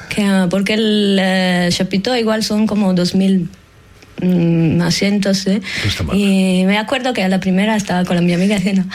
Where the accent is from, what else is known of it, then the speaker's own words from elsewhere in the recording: Ticino, Switzerland; Spanish is a second language; moved away as an adult; now in Marseille, France; De hecho, crecí en las montañas, en pueblitos de montaña, y pasé toda mi niñez jugando en los bosques.